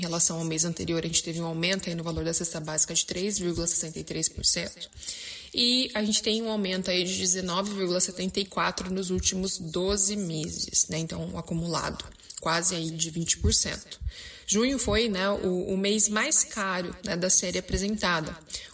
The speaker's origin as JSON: {"language": "Portuguese", "region": "São Paulo", "country": "Brazil", "moved": "yes", "lives_now": "Cacoal, Brazil", "said": "eu sou de São Paulo"}